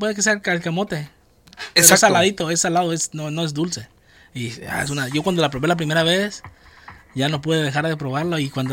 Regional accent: Nayarit, Mexico; moved away; also born or lived in Jalisco; Yo siempre he dicho que soy de Nayarit, orgullosamente de Nayarit.

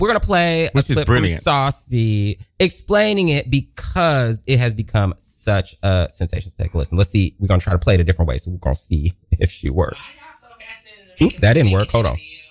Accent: Florida, United States; In the South, like particularly like Florida, so I was from Florida.

